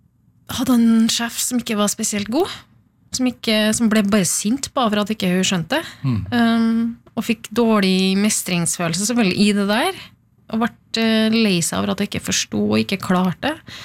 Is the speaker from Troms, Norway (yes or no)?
no; Trondheim, Trøndelag, Norway; moved away as an adult; also born or lived in Oslo; now in Trondheim, Norway; vi flyttet jo hjem fra Oslo til Trondheim for å være nær min mor. Ja. Altså, jeg jobbet I Oslo og bodde I Oslo mange år.